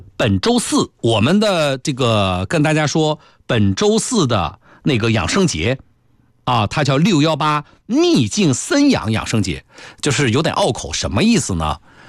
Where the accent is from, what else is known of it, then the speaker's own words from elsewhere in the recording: Liaoning, China; 我的老家呀。啊，我不是抚顺的，但是我是辽宁人啊。那你就是从我现在工作地方去了我的老家